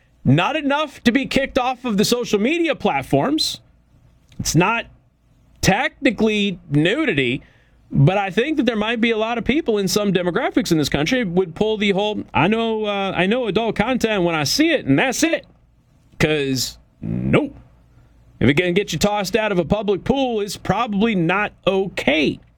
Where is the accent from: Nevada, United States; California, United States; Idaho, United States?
Nevada, United States; Las Vegas; moved away; Now, I come from Las Vegas.